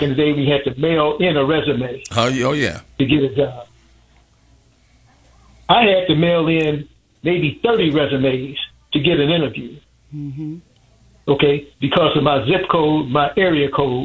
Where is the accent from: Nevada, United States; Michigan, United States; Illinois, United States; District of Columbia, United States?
Illinois, United States; Chicago; I grew up in Chicago during the 70s and 80s.